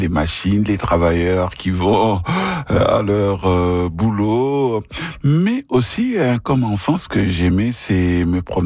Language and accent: French; Kolwezi, Lualaba, DR Congo; moved away; C'est dans le sud-est de la République démocratique du Congo, hein, une ville qui s'appelle Kolwezi.